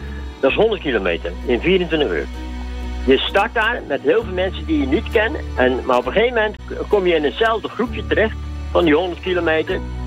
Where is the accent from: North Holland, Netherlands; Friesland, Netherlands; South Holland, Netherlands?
South Holland, Netherlands; Dordrecht; uit Dordrecht. Ik ben 68 jaar.